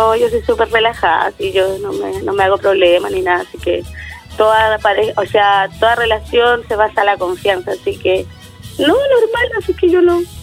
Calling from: Chile; Yo estoy llamando acá del Puente 5.

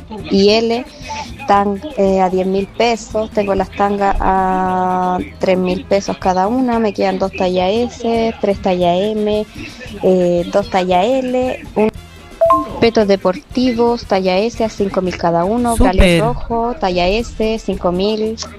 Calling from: Los Ángeles, Biobío, Chile; soy de Los Ángeles

